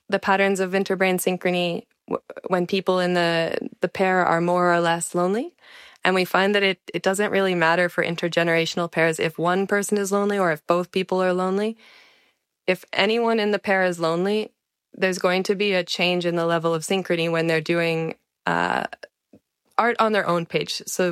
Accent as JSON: {"language": "English", "country": "Canada", "said": "And I said, \"Hi … I'm from Canada.\""}